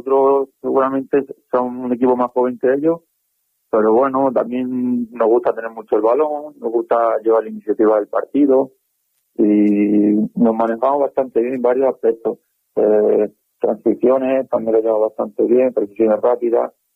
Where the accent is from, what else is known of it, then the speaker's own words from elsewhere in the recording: Talayuela, Extremadura, Spain; Sí, al final soy de Talayuela, de siempre, de mi pueblo.